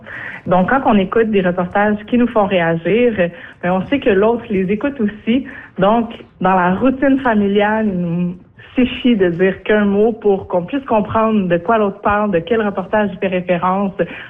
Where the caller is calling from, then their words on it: Val-Morin, Quebec, Canada; Je suis de Valmorin dans les Laurentides.